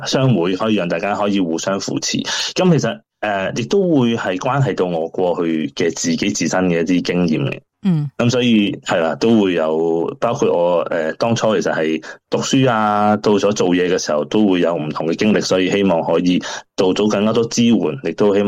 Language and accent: Cantonese; Hong Kong; first language Cantonese; now in Australia